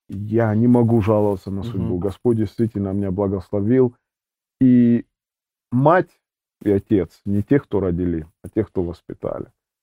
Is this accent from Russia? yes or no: no; Ukraine; born there; но когда я родился на Украине, в те времена, 1985 год